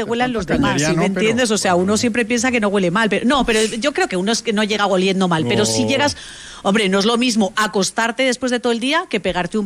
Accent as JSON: {"language": "Spanish", "country": "Spain", "said": "Yo, la verdad, yo quiero deciros que yo que soy española, a mí me parece que todo eso son cuentos chinos."}